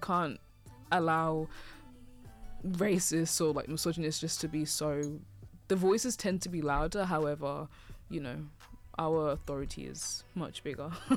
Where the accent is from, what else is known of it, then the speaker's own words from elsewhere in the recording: Zimbabwe; moved away; I'm from Southern Africa, I'm from Zim